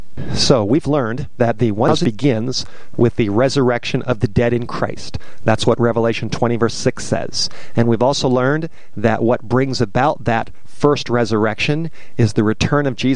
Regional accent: Studio City, California, United States; I grew up in Studio City of Southern California, and I tell you, the city that I lived in was not a holy city. It was a wicked city.

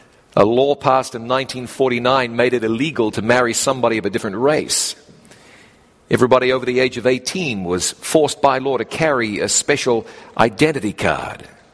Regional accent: Waikato, New Zealand; Growing up in New Zealand, our ties with South Africa were very strong owing to rugby.

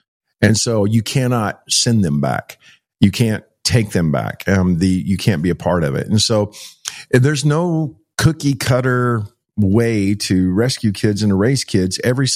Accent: Joshua, Texas, United States; Yeah, so I grew up about 10 miles from you in Keene. I grew up in Joshua, Texas, and that's also where our food bank is.

